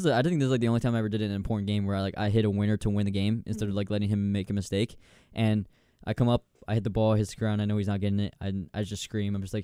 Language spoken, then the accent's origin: English; United States; They take all the tennis courts in my hometown, dude. Pickleball is a disease in Rochelle.